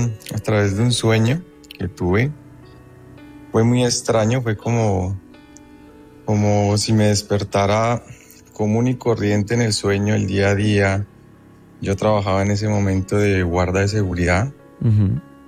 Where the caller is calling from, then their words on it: Melgar, Tolima, Colombia; yo vivo en Melgar, Tolima